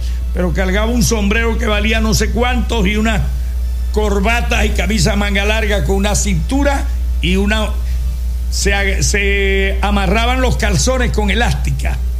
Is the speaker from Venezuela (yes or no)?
yes; Venezuela; ¿Por qué somos así los venezolanos?